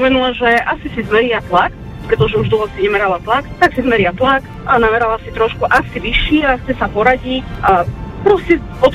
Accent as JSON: {"language": "Slovak", "region": "eastern Slovakia", "country": "Slovakia", "said": "Východná Slovenska."}